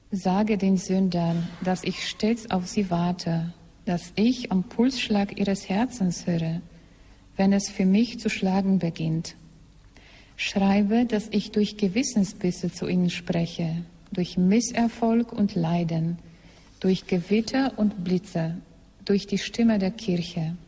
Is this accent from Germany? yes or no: no; Poland; German is a second language; In meiner Heimat, also in Polen, sagt man ein solches Sprichwort.